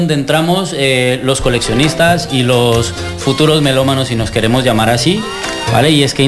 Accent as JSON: {"language": "Spanish", "town": "Cali", "region": "Valle del Cauca", "country": "Colombia"}